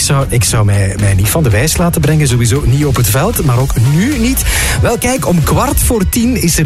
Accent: Belgium; Wie VS? Wat VS? Waar VS? Wij zijn Belgen on the Jew.

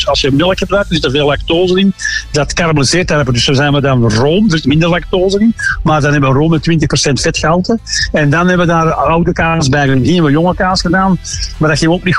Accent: Belgium; Dus wij als Belgen eten dat dus heel graag.

